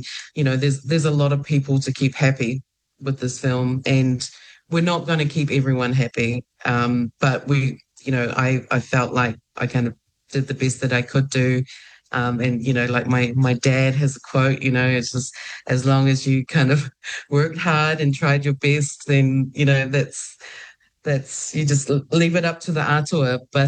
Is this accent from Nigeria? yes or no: no; Ha'apai, Tonga; I'm from Hapai. I'm from Tongolileka.